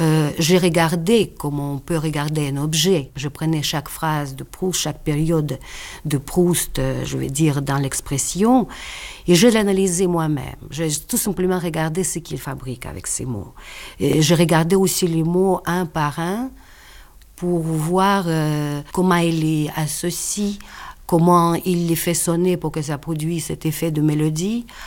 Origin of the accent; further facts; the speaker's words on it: Russia; first language Russian; French is a second language; moved away as an adult; now in France; À 23 ans, c'était l'année où j'ai quitté la Russie. Toute ma vie, mes études, mes relations avec des gens se passaient exclusivement en russe.